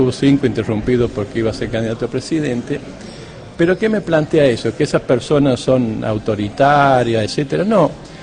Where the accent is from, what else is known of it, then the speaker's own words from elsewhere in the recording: Argentina; el problema que tenemos como argentinos